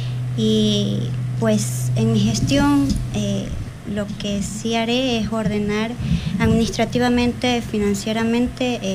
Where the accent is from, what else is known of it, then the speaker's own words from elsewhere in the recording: Rocafuerte, Manabí, Ecuador; Tengo 28 años, nací, crecí y vivo en Rocafuerte